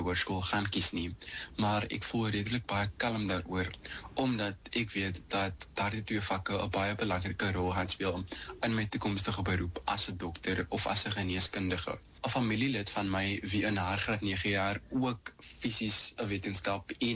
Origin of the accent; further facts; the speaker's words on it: Strand, Western Cape, South Africa; ek is van Strand in die Helderberg.